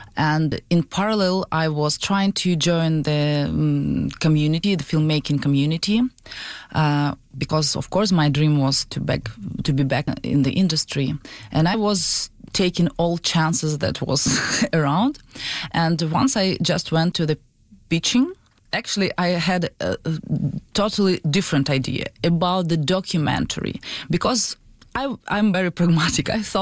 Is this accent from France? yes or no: no; Ukraine; now in Canada; A little bit based on my own story as well, because I came from Ukraine as well, but I'm not an actress. And of course, as a newcomer, I faced all the challenges that usually face every single newcomer.